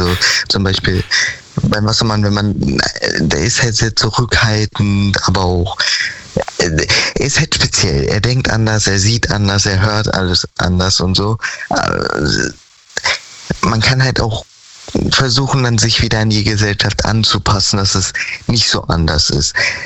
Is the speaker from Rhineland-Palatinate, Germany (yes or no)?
yes; Mainz, Rhineland-Palatinate, Germany; immer noch aus Mainz.